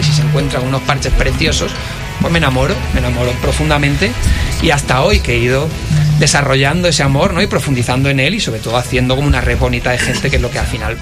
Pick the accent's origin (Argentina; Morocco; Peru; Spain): Spain; Claro, yo soy español.